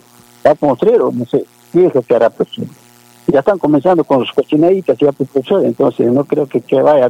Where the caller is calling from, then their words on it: Peru; qué tontos somos los peruanos